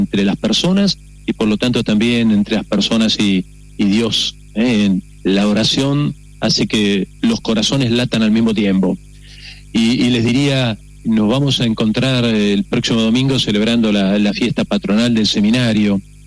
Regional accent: Buenos Aires, Argentina; moved away as an adult; also born or lived in La Pampa; now in Paraná, Argentina; Yo soy porteño, ¿no? Nací en Capital Federal, hice mi colegio y el seminario de Buenos Aires.

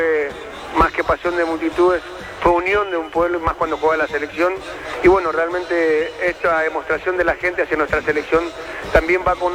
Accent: Paraguay; hoy somos más paraguayos que nunca

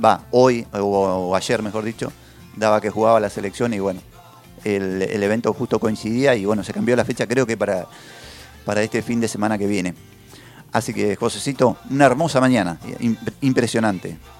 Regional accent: Argentina

